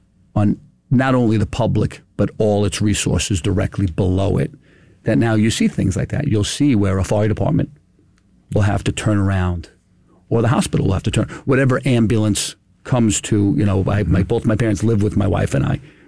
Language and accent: English; Long Beach, California, United States; He went missing in Long Beach, which is my hometown.